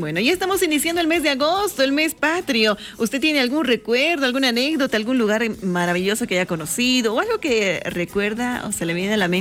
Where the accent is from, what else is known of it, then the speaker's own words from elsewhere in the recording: Bolivia; Como bolivianos, el poder también contribuir al desarrollo de nuestro país.